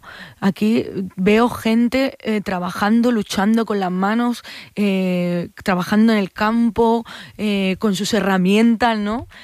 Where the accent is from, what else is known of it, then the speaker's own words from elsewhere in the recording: Barcelona, Catalonia, Spain; Yo soy de Barcelona